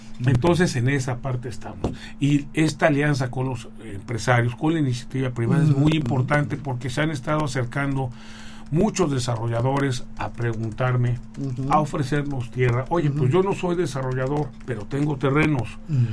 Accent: Puebla, Mexico; Como poblanos que somos

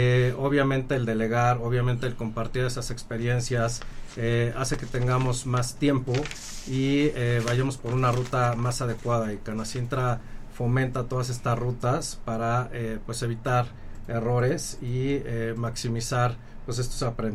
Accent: Puebla, Mexico; como mexicanos y poblanos.

